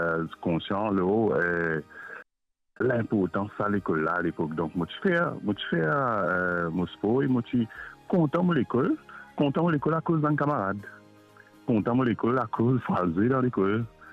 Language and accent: French; Rodrigues, Mauritius; j'ai grandi dans Rodrigue, dans Palissade. Et moi, j'ai grandi dans sport. Moi, j'ai grandi dans un univers de sport de Rodrigue là